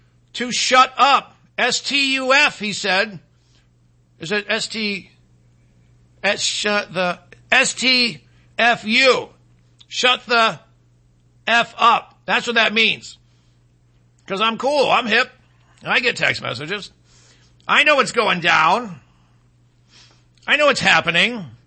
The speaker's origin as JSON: {"language": "English", "region": "Michigan", "country": "United States", "said": "who wants to be a senator from my home state. My home state. We didn't have any texts from Michigan today."}